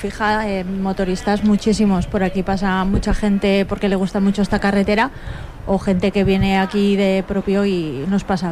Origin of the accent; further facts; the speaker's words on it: Huesca, Aragon, Spain; now in Ayerbe, Spain; yo soy muy de Huesca, pero también me considero de aquí